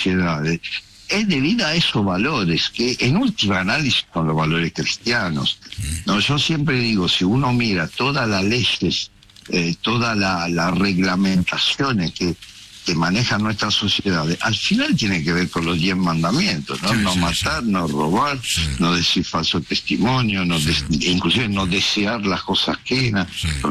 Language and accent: Spanish; Italy; Trump obviamente tiene formas que a nosotros, los latinos, nos resultan, y yo como italiano me siento latino también, nos resultan absolutamente chocantes